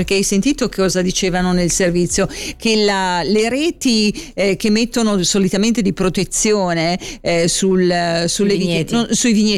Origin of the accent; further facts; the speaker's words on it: Genestrerio, Ticino, Switzerland; Io sono di Genestrerio, quindi che Genestrerio la grandine è caduta visibilmente e in quantità.